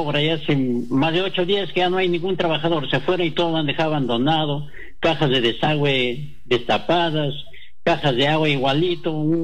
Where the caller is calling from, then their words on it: Peru; Estoy llamando de acá, del distrito de la Asunción